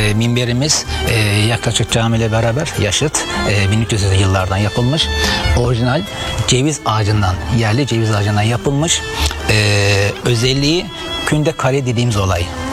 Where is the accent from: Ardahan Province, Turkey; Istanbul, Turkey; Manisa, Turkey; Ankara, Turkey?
Manisa, Turkey; Manisa Sarıgül'den aslen Uralıyım. Yaklaşık 3 senedir buradayım.